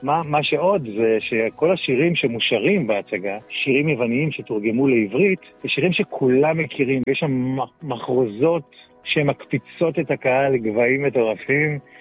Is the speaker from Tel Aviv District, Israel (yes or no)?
no; Rehovot, Central District, Israel; אני גדלתי ברחובות, ילד טוב רחובות, מה לי ולפרסום, מה לי ולזה.